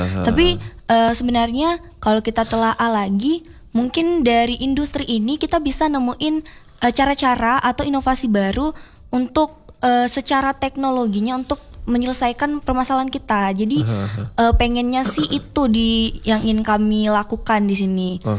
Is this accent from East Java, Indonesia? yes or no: no; Sibolga, North Sumatra, Indonesia; aku tuh dari Sibolga, Sumatera Utara tepatnya